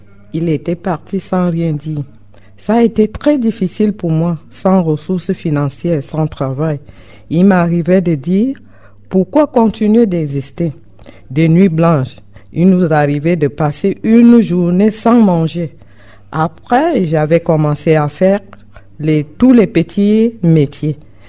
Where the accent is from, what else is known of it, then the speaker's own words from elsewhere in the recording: Cameroon; je viens du Cameroun. Je suis une maman de deux enfants abandonnés par leur père.